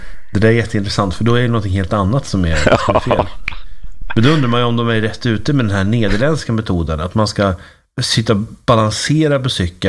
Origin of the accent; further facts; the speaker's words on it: Uppsala, Uppsala County, Sweden; Eller är det kanske så att det är bara för att jag kommer från Uppsala som jag tar cykeln för given?